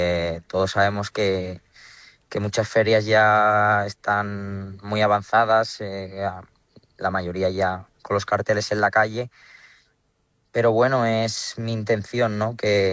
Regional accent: Burgos, Castile and León, Spain; torear en Burgos, en mi tierra, pues me hace muy, muy feliz

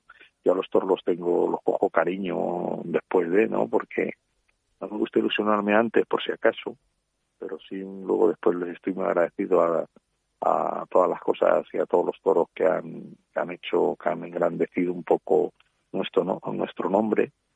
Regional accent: Salamanca, Castile and León, Spain; also born or lived in Fuenlabrada; yo nací en Fuenlabrada, pero y me crié en Fuenlabrada, pero pasé aquí en Salamanca desde los 3 años. He estado aquí, ¿no? En el campo, ¿no?

